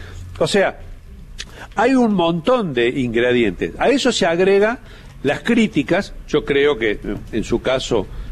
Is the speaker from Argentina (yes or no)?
yes; Argentina; los argentinos, futboleros como somos